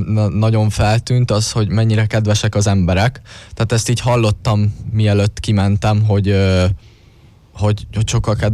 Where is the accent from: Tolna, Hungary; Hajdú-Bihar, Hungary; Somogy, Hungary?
Tolna, Hungary; Paks; Igen, paksi vagyok, a tizedikes, és a Vakbottyánba járok.